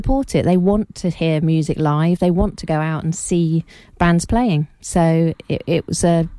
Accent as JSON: {"language": "English", "town": "Cambridge", "region": "East of England", "country": "United Kingdom", "tie": "born or raised there", "also_born_or_lived": "Swavesey", "said": "Well, I'm born and bred Cambridge, mm-hmm. so I grew up in Cambridge, partly in Cambridge and partly in Swavesey."}